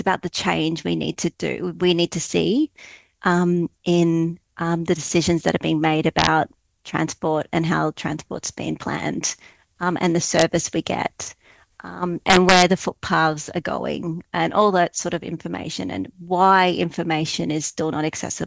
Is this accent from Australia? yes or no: yes; Brisbane, Queensland, Australia; now in Tasmania, Australia; So I grew up in Turrbal country on Brisbane North, so know that well. But I moved to Tasmania and about 5 years ago.